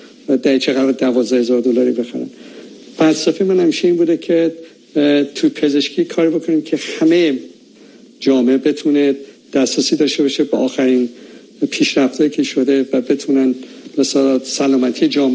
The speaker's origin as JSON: {"language": "Persian", "town": "Tehran", "region": "Tehran Province", "country": "Iran", "tie": "born there", "said": "من در تهران متولد شدم"}